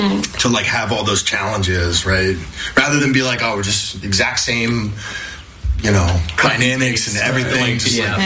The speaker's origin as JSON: {"language": "English", "country": "Brazil", "said": "I'm from Brazil."}